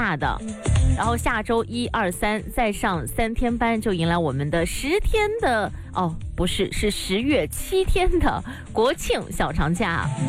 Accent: Guangdong, China; 作为土生土长的广东人

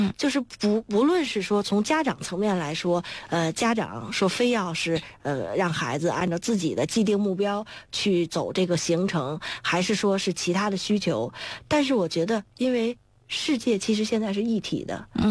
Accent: China; 像我们这一代八零后，小的时候在中国接受的是这个中国的公立教育，然后随着这些对外开放，基本上在十几岁的时候也都走出去过

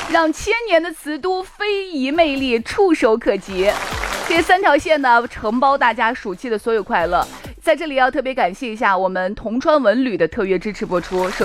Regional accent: Shaanxi, China; 这就是我们陕西人。

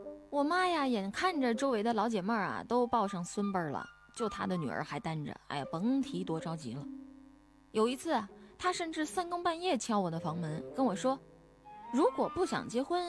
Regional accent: Guangdong, China; moved away; 我老家呢又是广东的一个小城市

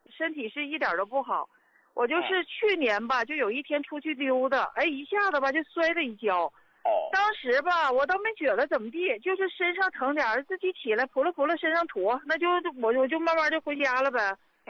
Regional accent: Dandong, Liaoning, China; 胡老师，我是丹东的一名患者。

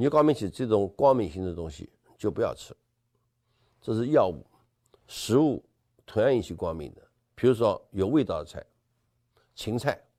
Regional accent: China; 我们中国人吃药不但看说明书

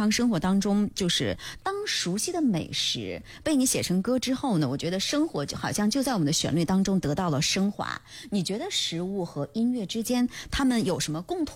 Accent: Linfen, Shanxi, China; 那我们听到的就是为我们家乡所创造的歌曲啊，就像

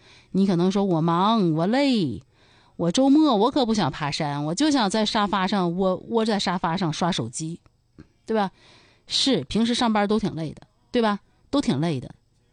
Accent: Harbin, Heilongjiang, China; moved away; 我哈尔滨人，我家给我邮来的，

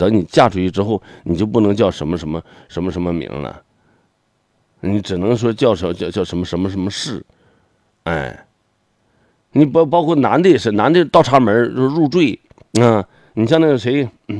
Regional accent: Heilongjiang, China; born there; moved away; also born or lived in Shenyang / Dandong / Benxi; 那我是出生在黑龙江，那我后来我当时上沈阳了，那能我说我沈阳，我在我你我是沈阳人啊，我还丹东我待过呢，丹东576炮兵教导团啊

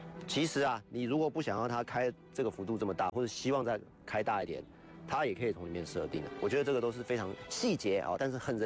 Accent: Taiwan; 我们台湾人

